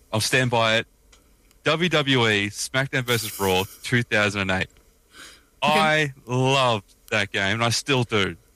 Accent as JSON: {"language": "English", "country": "Australia", "accent": "Australian", "said": "I don't know if we can tell by the accent, I'm Australian."}